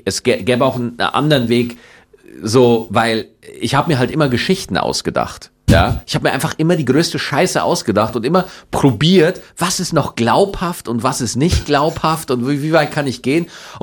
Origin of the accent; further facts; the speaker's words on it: Schwarzach, Bavaria, Germany; accent: Bavarian; moved away; die Kindheit in Schwarzach war wohlbehütet, war schön